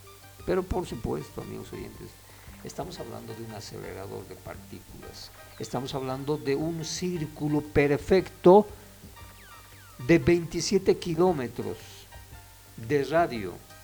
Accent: Bolivia

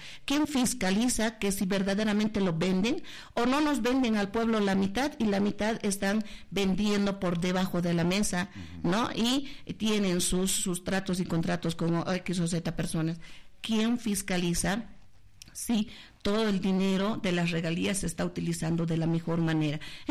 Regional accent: Potosí, Bolivia

